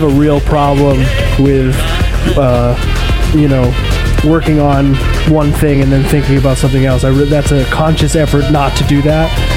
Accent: New York, United States; moved away; my hometown in upstate New York

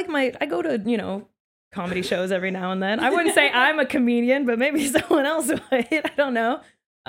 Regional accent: Pittsburgh, Pennsylvania, United States; I'm from Pittsburgh, Pennsylvania.

